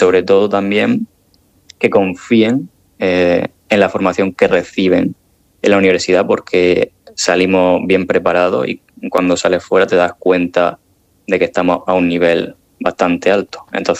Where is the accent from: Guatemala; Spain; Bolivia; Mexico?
Spain; Region of Murcia; now in Zürich, Switzerland; un saludo muy fuerte desde Zúrich para los oyentes y por supuesto para mi tierra, para Murc